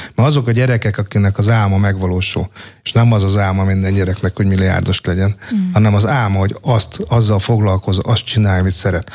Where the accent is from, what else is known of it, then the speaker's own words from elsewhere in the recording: Hungary; De itt születtem Magyarországon. Itt voltam óvodás, általános iskolás, középiskolás, gimnazista, főiskolás.